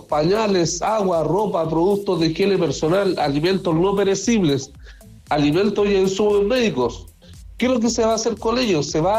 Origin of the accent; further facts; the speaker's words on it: Venezuela; now in Chile; nosotros como comunidad venezolana